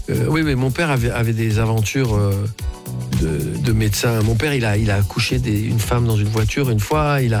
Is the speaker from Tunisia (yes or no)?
yes; Tunisia; now in France; ça reste ma Tunisie, ça reste ma terre natale